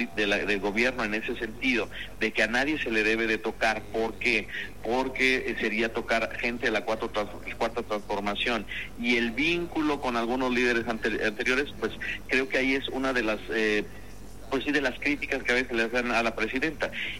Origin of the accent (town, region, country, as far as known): Mexico